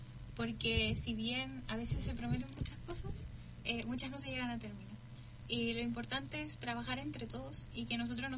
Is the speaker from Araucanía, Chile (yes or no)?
no; Chépica, O'Higgins, Chile; Soy de Chépica, la sexta región.